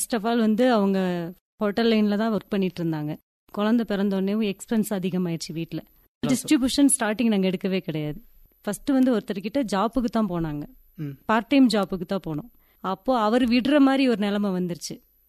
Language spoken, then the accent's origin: Tamil; Uthamapalayam, Tamil Nadu, India; moved away as an adult; now in Ooty, India; என்னோட சொந்த ஊர் வந்து உத்தமபாளையம், தேனி மாவட்டம். அப்பா அம்மாங்கெல்லாம் விவசாயம்தான். நான் 10th வரைக்கும் தான் படிச்சிருக்கேன். எனக்கு அரேஞ்சு மேரேஜ் ஆச்சு. கல்யாணம் பண்ணி கொடுத்தது வந்து ஊட்டியில்.